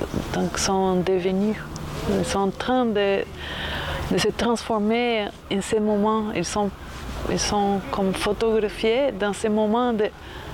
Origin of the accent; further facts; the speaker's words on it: Brazil; je viens du Brésil